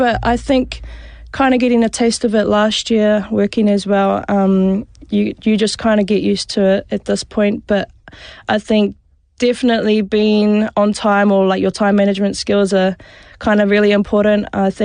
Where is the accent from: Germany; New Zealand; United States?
New Zealand; So because I grew up in Te Ao Māori and my nieces and nephews can speak Māori